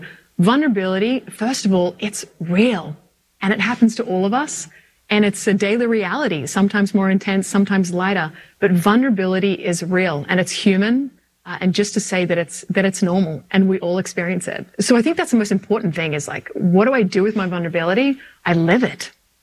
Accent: Australia; born or raised there

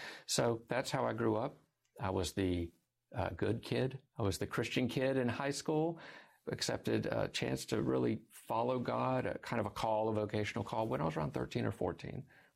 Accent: Georgia, United States; I grew up in South Georgia in an evangelical home.

